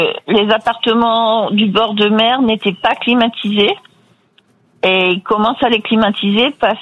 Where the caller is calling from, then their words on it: Andalusia, Spain; Moi, j'habite en Andalousie depuis 30 ans